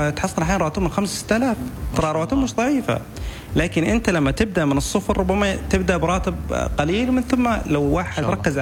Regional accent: Oman

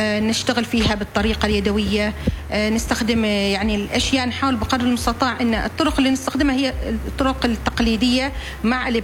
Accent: Muscat, Muscat Governorate, Oman; نقول لا نحن من مسقط.

